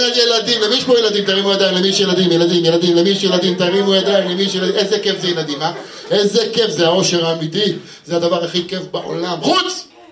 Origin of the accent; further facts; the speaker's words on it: Ramla, Central District, Israel; אני במקור גדלתי ברמלה